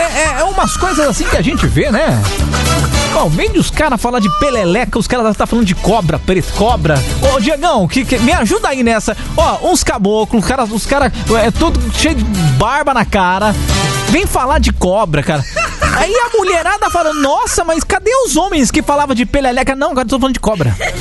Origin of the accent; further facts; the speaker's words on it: Itu, São Paulo, Brazil; born there; Eu nasci em Itu.